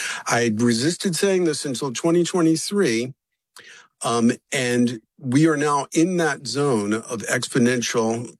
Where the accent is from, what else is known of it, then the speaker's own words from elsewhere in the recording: Bronx, New York, United States; And then when I grew up in the Bronx, I grew up listening to the Long John Nimble show